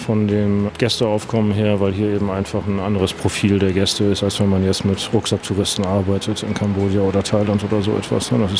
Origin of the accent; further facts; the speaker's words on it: Hamburg, Germany; moved away as an adult; now in Maldives; kann ich einmal im Jahr nach Deutschland fahren, nach Hause. Und ich komme aus dem hohen Norden, aus Hamburg.